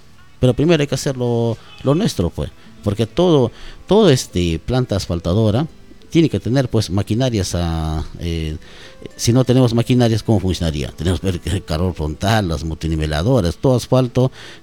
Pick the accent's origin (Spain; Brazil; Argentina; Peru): Peru; Mazamari, Junín; también soy ciudadano masamarino